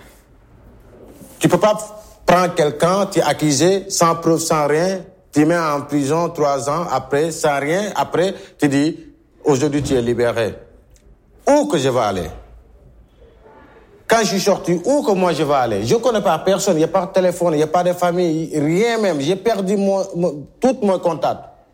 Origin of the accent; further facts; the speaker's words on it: Senegal; French is a second language; now in Italy; moi je suis sénégalais.